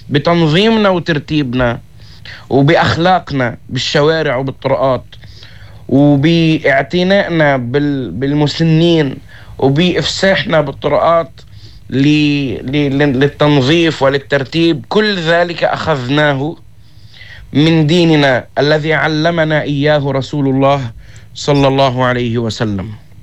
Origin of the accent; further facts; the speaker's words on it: Lebanon; بلدنا لبنان